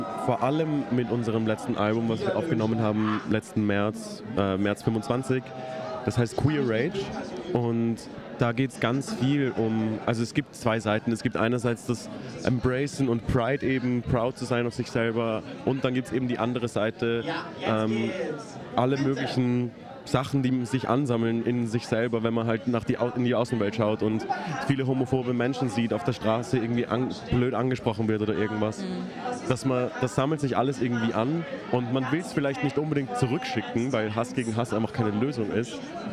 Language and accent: German; Austria; Also wir sind eigentlich von überall von Österreich